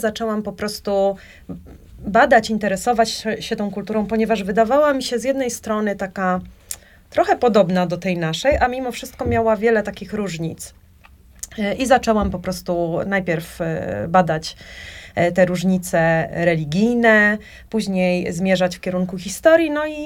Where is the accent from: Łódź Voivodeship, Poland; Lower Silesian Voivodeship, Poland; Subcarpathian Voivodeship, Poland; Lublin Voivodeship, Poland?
Łódź Voivodeship, Poland; Lutomiersk; jestem mieszkanką gminy z dziada pradziada